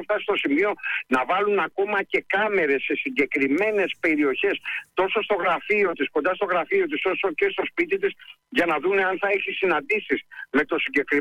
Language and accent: Greek; Patras, Western Greece, Greece; από την πατρίδα μου, από την Πάτρα.